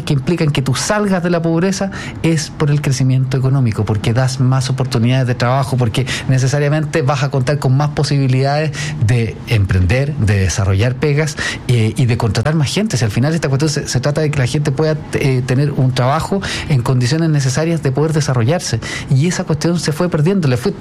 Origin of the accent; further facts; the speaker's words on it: Santiago, Santiago Metropolitan Region, Chile; yo soy nacido y criado en la Estación Central. Entonces me tocó vivir desde 1983